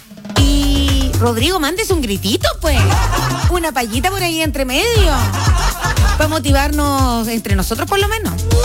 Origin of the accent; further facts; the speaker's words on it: Chile; así saludamos nosotros los chilenos